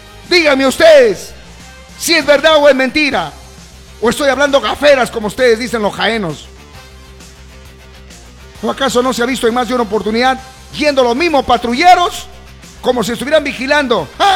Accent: Piura, Peru; born there; desde cuando vivía en mi pueblito, algún día llegar a la ciudad

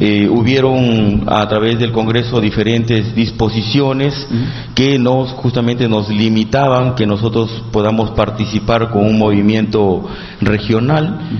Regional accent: Copallín, Amazonas, Peru; also born or lived in Bagua / Chiclayo; mi distrito de Copaín, y desde ahí siempre caminaba junto a mi padre por diferentes caseríos.

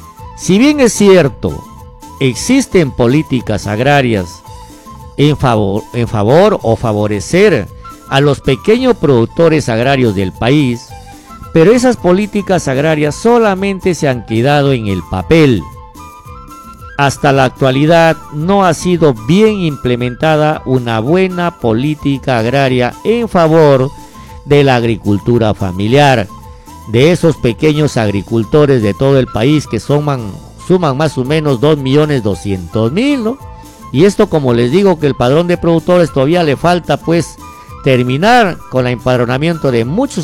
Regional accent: Bagua Grande, Amazonas, Peru; Yo desde mi niñez, yo he nacido en una parcela de arroz. Arroz, café, cítricos, mangos, huerta. Soy de Bahua Grande, natural.

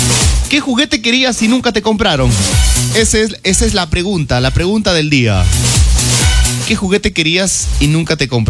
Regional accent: Nuevo Oriente, Amazonas, Peru; moved away; Nuevo Oriente de Yamón, mi tierrita, mi pueblito

